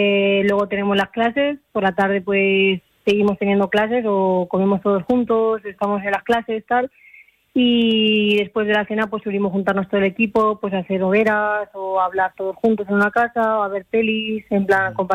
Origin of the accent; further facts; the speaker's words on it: Cuenca, Castilla-La Mancha, Spain; moved away; Para nosotros Cuenca es Cuenca y por mucho que no entrenemos aquí o que no estemos aquí, pues al final las raíces son las raíces